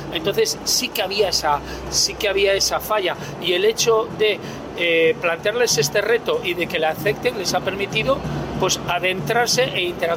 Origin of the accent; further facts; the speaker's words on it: Liencres, Cantabria, Spain; Yo, para mí, evidentemente, y aquí ya se me nota un poquitín, ya tiro para casa, porque soy de Liencres, el Global Geosite, de, digamos, el corazón de toda la Costa Quebrada, recientemente la UNESCO nos ha dado el sello de Geoparque